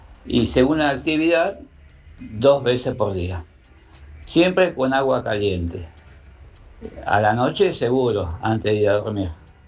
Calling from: Hurlingham, Buenos Aires Province, Argentina; de Hurlingham.

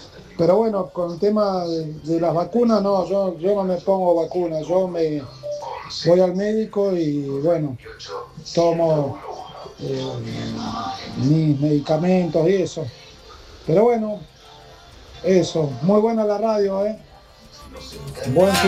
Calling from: Resistencia, Chaco, Argentina; ahora estoy acá en Resistencia Chaco.

